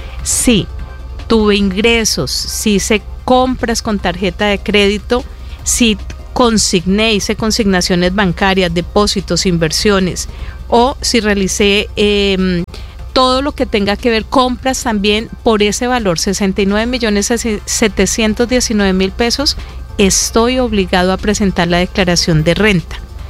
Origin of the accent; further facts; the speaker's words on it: Colombia; Soy colombiana